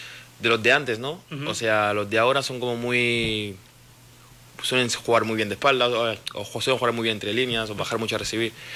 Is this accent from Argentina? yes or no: no; Barcelona, Catalonia, Spain; Yo soy de Barcelona, pero mi equipo siempre es el Real Madrid